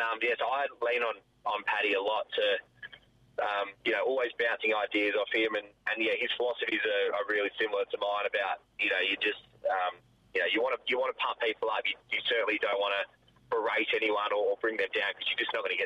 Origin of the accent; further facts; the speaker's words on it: Northampton, Western Australia, Australia; now in Perth, Australia; we were a massive footy family growing up in Northampton.